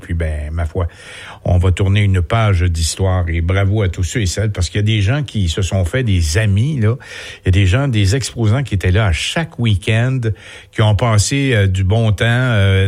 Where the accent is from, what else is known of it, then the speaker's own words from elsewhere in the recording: Saint-Hyacinthe, Quebec, Canada; moi, je suis mascoutin. Je suis natif de Saint-Hyacinthe.